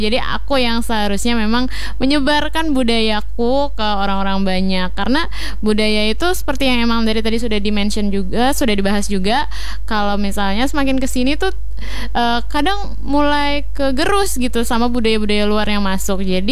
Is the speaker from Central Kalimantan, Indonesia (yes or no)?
yes; Central Kalimantan, Indonesia; Jadi kalau … kan pribadi Dayak Ngaju.